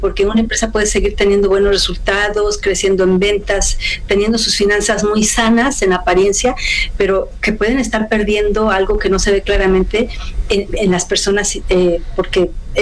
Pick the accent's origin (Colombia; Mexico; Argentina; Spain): Mexico; como mexicanos aceptamos muchas cosas de manera resignada